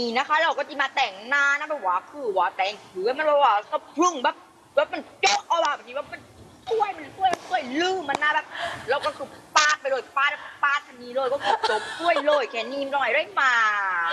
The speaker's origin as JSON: {"language": "Thai", "region": "Phang Nga", "country": "Thailand"}